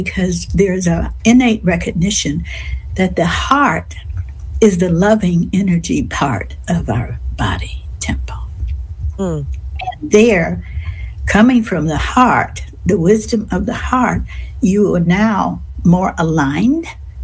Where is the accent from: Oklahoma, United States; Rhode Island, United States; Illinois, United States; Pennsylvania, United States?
Illinois, United States; Chicago; now in California, United States; I'm in California, but I'm praying for the person that's in Boston or Chicago, my hometown.